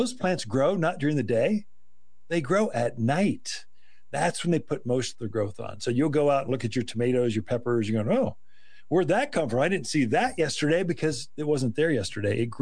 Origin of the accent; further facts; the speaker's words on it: Midwest, United States; So I came from the Midwest where it was humid.